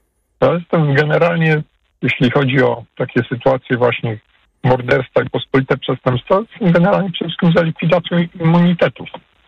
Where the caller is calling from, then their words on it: Kraków, Lesser Poland, Poland; ja jestem z Krakowa